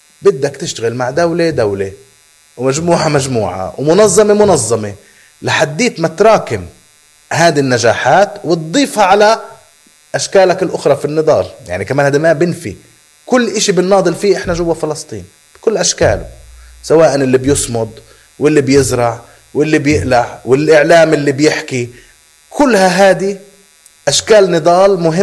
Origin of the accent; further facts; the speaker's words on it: Palestine